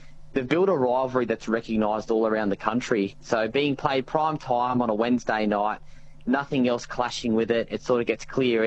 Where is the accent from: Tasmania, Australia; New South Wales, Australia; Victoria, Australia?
New South Wales, Australia; Albury; a lot of people I know from my hometown here in Albury-Wodonga travelled down to Melbourne for the game as well.